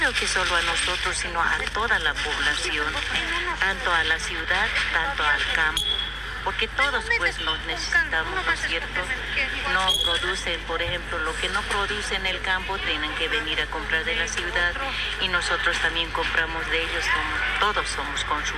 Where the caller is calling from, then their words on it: Bolivia; mi papi ya era mestizo. Sus hijos llegamos a ser mestizos, pero somos bolivianos, ¿no es cierto?